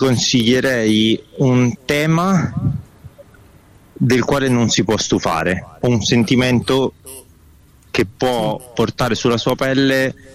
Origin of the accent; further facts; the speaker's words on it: Trieste, Friuli-Venezia Giulia, Italy; born there; also born or lived in Milan; now in Rome, Italy; Sì, sono nato a Trieste, ho vissuto a Milano, ci vengo periodicamente ogni volta che gioca l'Inter o per tatuare e vivo a Roma.